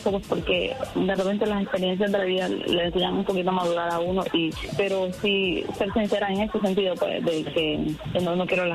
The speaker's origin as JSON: {"language": "Spanish", "country": "Mexico", "tie": "born there"}